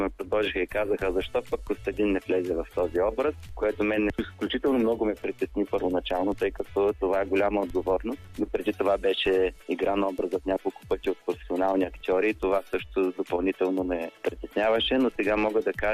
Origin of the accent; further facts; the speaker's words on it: Chepelare, Smolyan Province, Bulgaria; съм от Чепеларе и работя в общината.